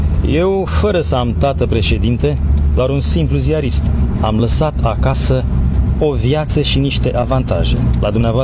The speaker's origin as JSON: {"language": "Romanian", "country": "Romania", "moved": "yes", "lives_now": "United States", "said": "Din România, v-am mai spus. Am venit în America acum 8 ani, după 5 luni și jumătate petrecute într-un lagăr"}